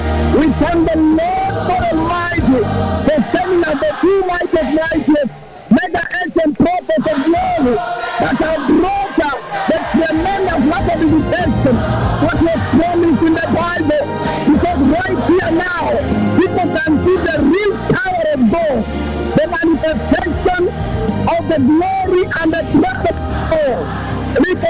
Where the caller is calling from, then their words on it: Kariobangi, Nairobi, Kenya; I'm calling you from Kariobangi.